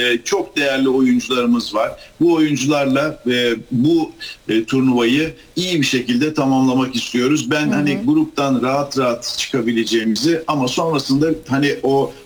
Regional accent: Giresun, Turkey; biliyorsun ben Giresunluyum, Yağlıdereliler var mesela.

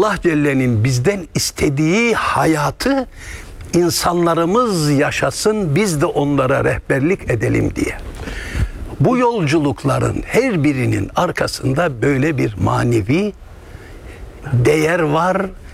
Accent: Trabzon, Turkey; Ama siz Kayseri'den, ben Trabzon'dan geldim.

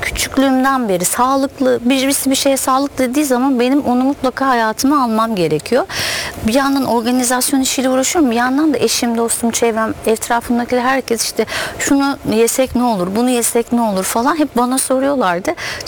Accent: Istanbul, Turkey; 1979 yılında İstanbul'un Üsküdar semtinde mütevazı bir ailenin ikinci çocuğu olarak dünyaya gelmiştir. İlk orta ve lise eğitimi İstanbul'da tamamladıktan sonra şehir dışında bir üniversite deneyimim oldu.

